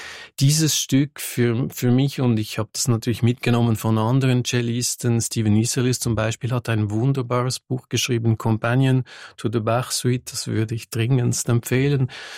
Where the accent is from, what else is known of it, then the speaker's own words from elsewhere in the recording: Lausanne, Vaud, Switzerland; first language French; German is a second language; moved away; Ich bin aus Lausanne, ich bin französisch aufgewachsen, das ist meine Fremdsprache hier.